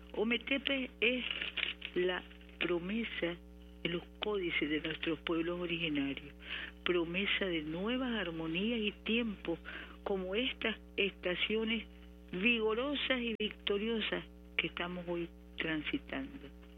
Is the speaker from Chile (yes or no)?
no; Nicaragua; nicaragüenses que amamos la paz